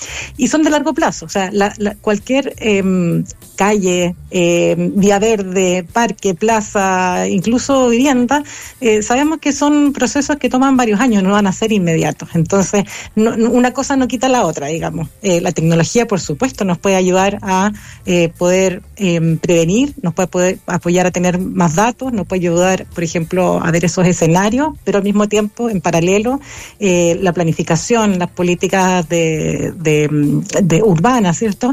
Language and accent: Spanish; Chile